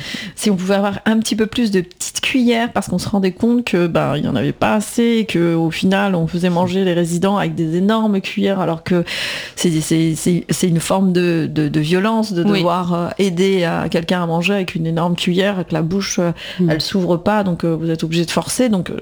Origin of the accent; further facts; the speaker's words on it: Argenteuil, Île-de-France, France; je suis accompagnée par un ami d'enfance, on a grandi ensemble à Argenteuil, Maître Amida.